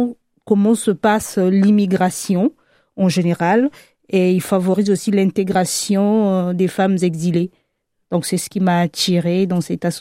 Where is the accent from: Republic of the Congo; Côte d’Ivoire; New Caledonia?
Republic of the Congo; first language French; moved away as an adult; now in France; Je viens du Congo-Brazzaville.